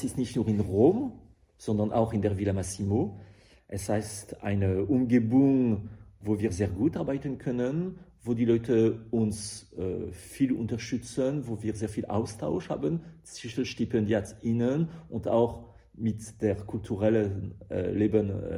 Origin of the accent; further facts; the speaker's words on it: France; German is a second language; Andererseits im Vergleich mit Deutschland, ich spreche als Franzose.